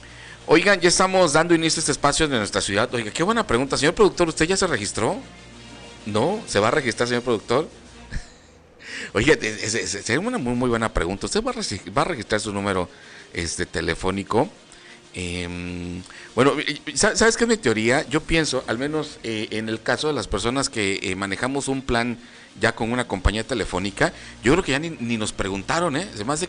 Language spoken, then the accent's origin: Spanish; Mexico